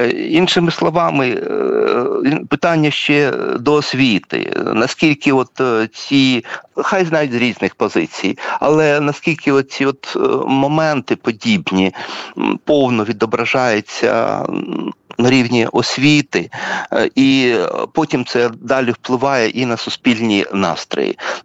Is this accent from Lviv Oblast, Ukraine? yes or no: no; Chernihiv Oblast, Ukraine; ну, я з Чернігівщини